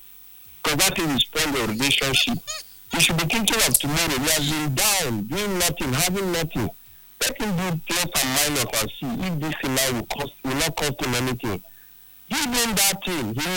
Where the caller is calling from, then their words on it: Nigeria; I'm calling from Patay.